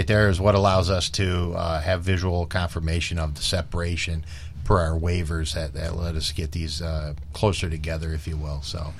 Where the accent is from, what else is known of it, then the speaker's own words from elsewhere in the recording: Chicago, Illinois, United States; Oh, you know, I come from Chicago, so everything is a high wing, a low wing, unless, of course, it's a Boeing 737.